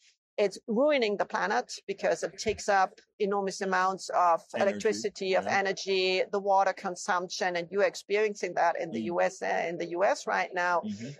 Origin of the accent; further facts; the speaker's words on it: Germany; moved away as an adult; also born or lived in Italy; I lived in Italy for 20 years. I'm originally from Germany, but then I went to Italy